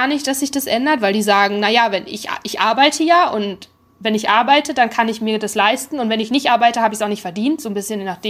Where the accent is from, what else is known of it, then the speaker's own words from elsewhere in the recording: North Rhine-Westphalia, Germany; moved away as an adult; now in United States; ich bin ein Ruhrpott-Kind.